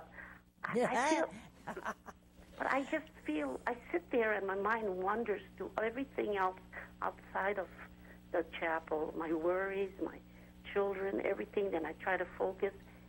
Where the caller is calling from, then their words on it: Modesto, California, United States; Modesta, California